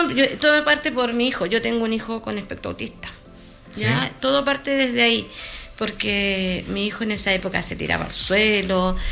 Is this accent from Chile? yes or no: yes; Santiago, Santiago Metropolitan Region, Chile; moved away as an adult; now in Teno, Chile; Puedo decir que soy oriunda de Santiago, pero tenina de corazón toda la vida en el fondo, porque mi vida partió desde pequeña viajando a Teno de todas mis vacaciones de niña, así que conozco Teno de toda la vida.